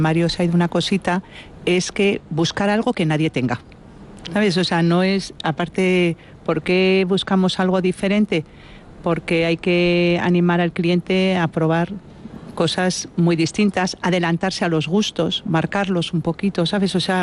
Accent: Vitoria, Basque Country, Spain; Pues a ver, yo soy de Vitoria, de una familia totalmente de estar en la calle, poteando

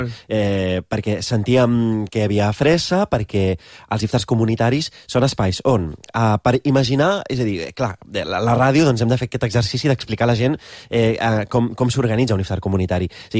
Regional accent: Roses, Catalonia, Spain; jo soc de Roses, de Girona, i la gent de Girona fem una mica el que...

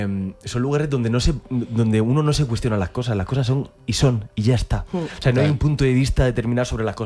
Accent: Region of Murcia, Spain; muchísima gente de mi tierra, que yo soy murciano, dice, tío, parece que está rodada en Murcia.

